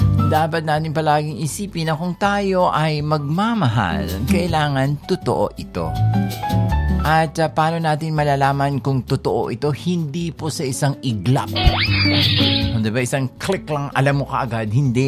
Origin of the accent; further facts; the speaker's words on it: Maramag, Bukidnon, Philippines; ako pinanganak ako sa Bukidnon. Pinanganak ako sa Central Mindanao University sa Maramag, Bukidnon. Kaya naman, nag-spend ako ng ilang taong ko doon. Naging teenager. Doon ako nag-teenager.